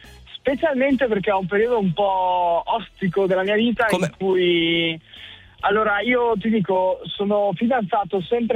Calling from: Veneto, Italy; Io sono dal Veneto, precisamente verso Padova.

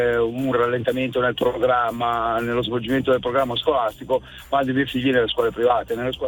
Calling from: Como, Lombardy, Italy; Mi chiamo da Como.

